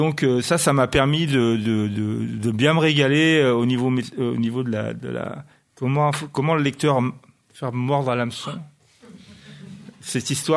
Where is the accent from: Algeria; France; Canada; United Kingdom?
France; Grenoble, Auvergne-Rhône-Alpes; je suis grenoblois, je me suis dit, mais Grenoble a été détruit en 1219.